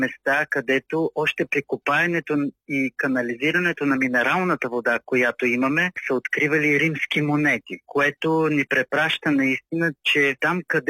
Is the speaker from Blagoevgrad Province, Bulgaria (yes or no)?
yes; Banya, Blagoevgrad Province, Bulgaria; моето родно село винаги има какво да разказвам, защото все пак аз съм отраснал там.